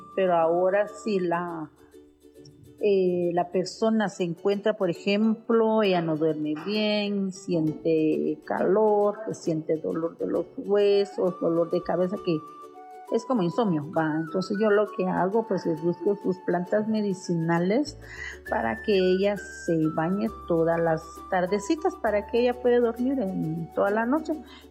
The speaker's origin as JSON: {"language": "Spanish", "town": "San Pedro Carchá", "region": "Alta Verapaz", "country": "Guatemala", "said": "vengo del municipio de San Pedro Carcha, Alta Verapaz."}